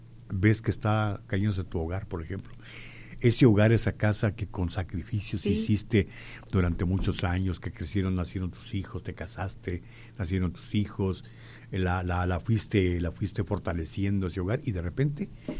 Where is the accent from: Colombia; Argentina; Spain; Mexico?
Mexico; Pero México en particular, nuestro país, tiene muchos venezolanos.